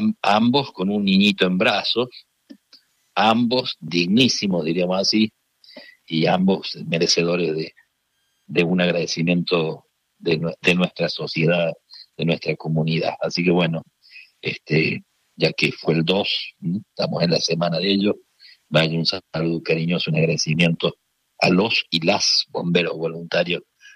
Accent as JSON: {"language": "Spanish", "region": "Córdoba", "country": "Argentina", "said": "Sí, estoy acá a mi tierra."}